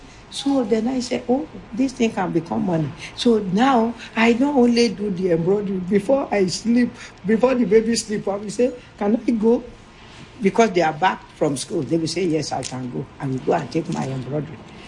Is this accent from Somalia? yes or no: yes; Mogadishu, Banadir, Somalia; English is a second language; I don't know how to say I come from Mogadishu. I just said, I come for job.